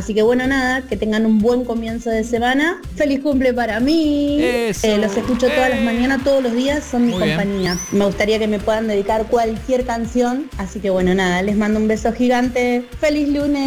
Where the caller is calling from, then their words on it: Alejandro Korn, Buenos Aires Province, Argentina; de Alejandro Cor.